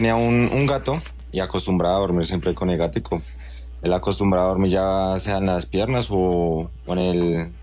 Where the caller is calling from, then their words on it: Zipaquirá, Cundinamarca, Colombia; desde Zipaquirá.